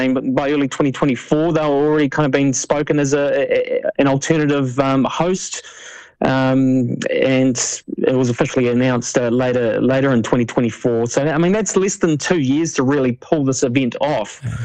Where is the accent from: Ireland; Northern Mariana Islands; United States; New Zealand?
New Zealand; as a Kiwi